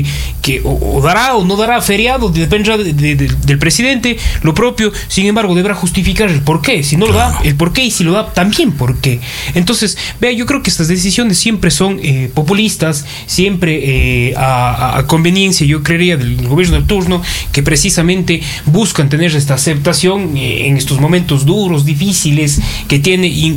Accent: Ecuador

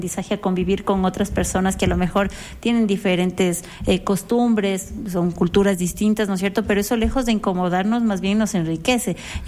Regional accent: Ecuador; nos preguntaban de dónde son, cuando decíamos, bueno, somos ecuatorianos

